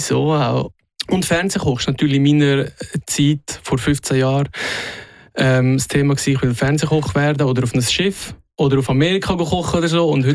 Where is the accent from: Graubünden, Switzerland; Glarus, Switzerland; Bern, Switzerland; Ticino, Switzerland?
Glarus, Switzerland; Ländlich aufgewachsen im Glarnerland.